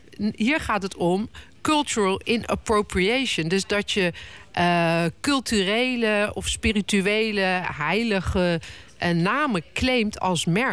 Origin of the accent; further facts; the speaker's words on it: The Hague, South Holland, Netherlands; Wij komen allebei uit Den Haag.